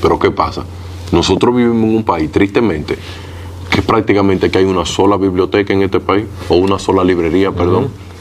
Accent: Dominican Republic; en mi país, aquí en República Dominicana

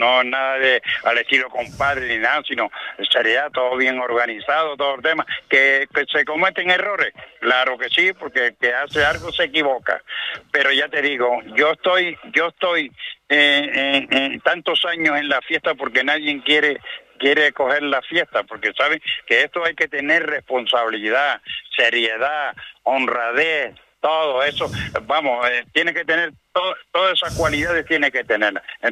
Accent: Canary Islands, Spain; ya que estoy mayorcito, pues ha sido aquí en la cuesta y barrio La Candelaria, que es mi barrio donde yo nací, me crié malamente

